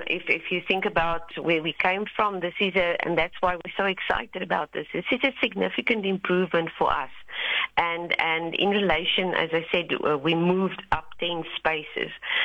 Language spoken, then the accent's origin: English; South Africa; we as South African citizens